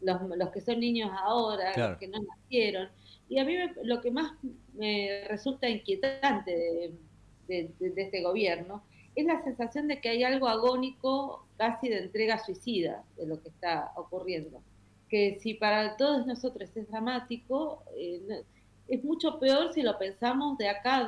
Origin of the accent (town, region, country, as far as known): Argentina